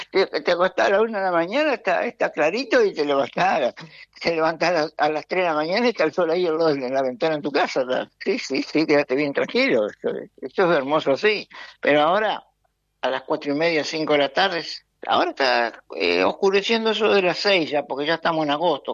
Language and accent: Spanish; Ramallo, Buenos Aires Province, Argentina; moved away as an adult; now in Ushuaia, Argentina; Me crié en Ramallo, en esa zona, y me encanta esa zona.